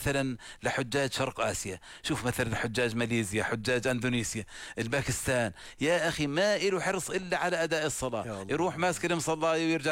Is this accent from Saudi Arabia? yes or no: no; Amman, Amman Governorate, Jordan; موجودة عندنا بعمان